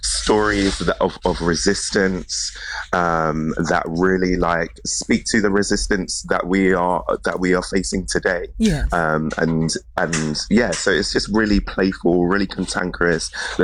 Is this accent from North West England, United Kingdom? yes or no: no; London, United Kingdom; born there; now in Brixton, London, United Kingdom; I was born in Hackney, but I recently moved to Brixton, South London.